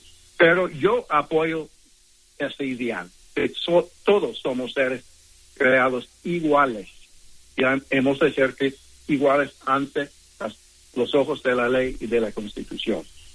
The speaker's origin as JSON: {"language": "Spanish", "town": "Los Angeles", "region": "California", "country": "United States", "tie": "born there", "said": "yo nací aquí en Los Ángeles, y mis padres nacieron aquí en Estados Unidos, y de hecho, mi familia ha residido aquí en lo que es Estados Unidos por 8 generaciones, más de 300 años"}